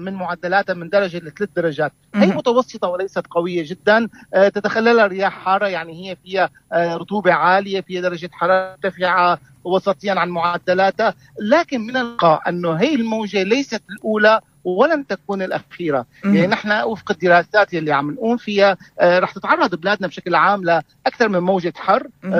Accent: Syria; الصيف الاساسي عندنا بسوريا

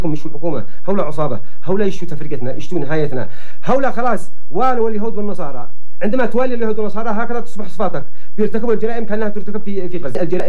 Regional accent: Yemen; بلادنا اليمن السعيد،

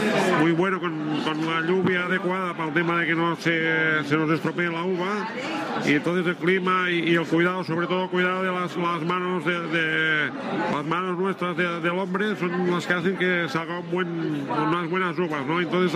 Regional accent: Subirats, Catalonia, Spain; Nosotros somos del Alt Penedès, estamos en el municipio de Subirats, que es el segundo municipio más grande de Cataluña

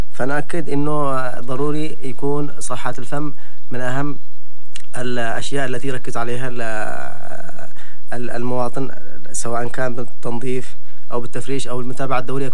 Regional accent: Yemen; احنا كمجتمع يمني

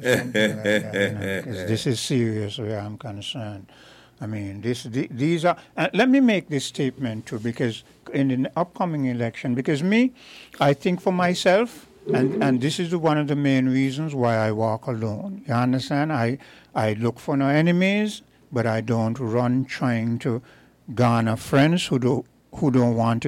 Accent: U.S. Virgin Islands; moved away; I grew up in the Virgin Islands, came here

